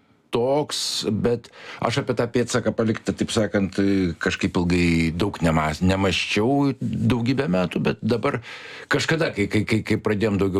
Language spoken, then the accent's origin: Lithuanian; Vilnius, Vilnius County, Lithuania; also born or lived in Kaunas; Oi, šiaip tai aš visai ką save pozicionuoju kaip vilnietė, nes, bet kai manęs paklausė apie gimimą, aš visiems pasakau, kad tie pirmieji 2 metai vis tiek yra Kaune ir gimimas yra Kaune